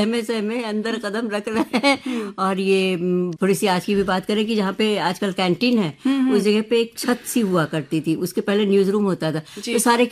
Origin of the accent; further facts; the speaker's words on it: Lucknow, Uttar Pradesh, India; हम लखनऊ में पैदा हुए और लखनऊ में ही है।